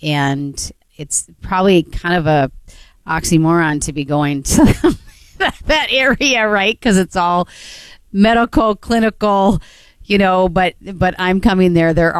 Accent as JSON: {"language": "English", "region": "North Dakota", "country": "United States", "tie": "born or raised there", "said": "And I grew up in North Dakota where I don't ever remember any conversations around politics at all."}